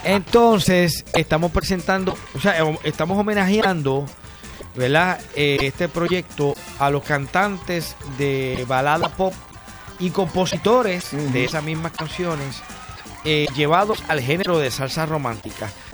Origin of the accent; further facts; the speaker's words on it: Puerto Rico; Yo soy de Puerto Rico, yo nací aquí, soy como el coquí.